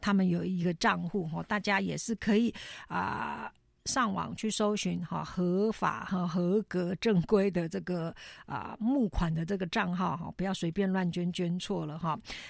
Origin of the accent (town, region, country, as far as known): Taiwan